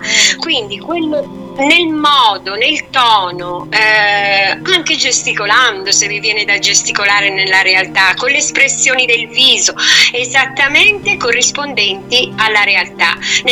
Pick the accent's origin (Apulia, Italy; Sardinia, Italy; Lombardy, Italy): Lombardy, Italy; Milan; moved away as an adult; now in Province of Caserta, Italy; io sono di Milano, mi sono sposata con un uomo del sud della provincia di Caserta, mi sono trasferita qui, ho fatto appunto 3 figli con lui